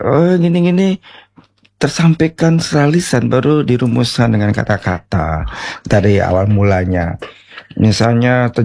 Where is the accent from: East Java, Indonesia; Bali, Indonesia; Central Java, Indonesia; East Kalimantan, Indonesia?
Bali, Indonesia; Misalnya saya dari Bali, saya dari kecil sudah biasa mendengar dongeng, epos, atau cerita-cerita, mito, legenda yang disampaikan oleh nenek saya.